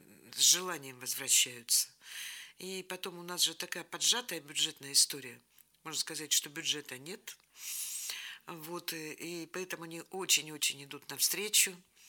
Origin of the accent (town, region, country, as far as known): Vologda, Vologda Oblast, Russia; born or raised there; also born or lived in Saint Petersburg